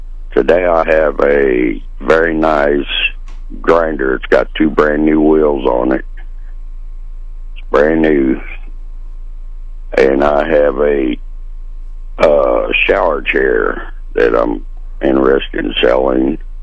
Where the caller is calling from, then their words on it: Marshall, Missouri, United States; Marshall.